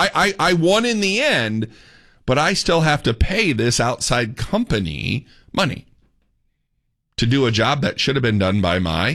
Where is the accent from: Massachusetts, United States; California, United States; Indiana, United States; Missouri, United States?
Indiana, United States; I come from Indiana.